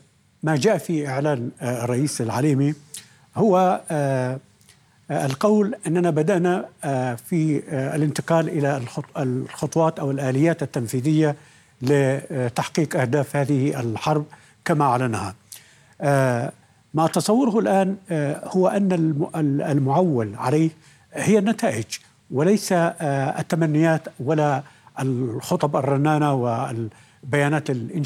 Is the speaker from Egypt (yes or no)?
no; Yemen; وأنا من اليمن